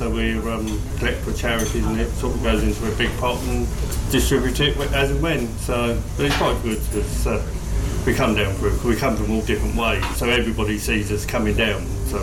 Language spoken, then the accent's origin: English; Mountfield, South East England, United Kingdom; Like I say, we come from Mountfield, just inside of Battle.